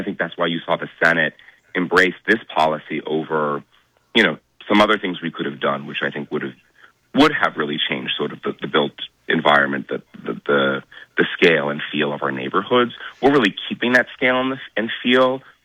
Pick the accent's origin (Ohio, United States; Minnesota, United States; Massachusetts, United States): Massachusetts, United States; Truro; the three police officers in Truro, right, my hometown.